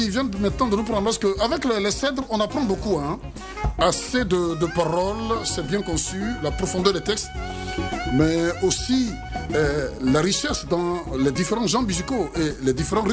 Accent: Côte d’Ivoire; c'est chez nous, en Côte d'Ivoire

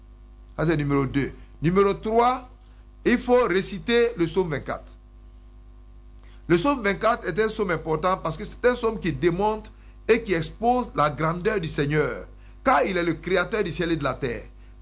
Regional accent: Côte d’Ivoire; moved away; comme on vient de la Côte d'Ivoire

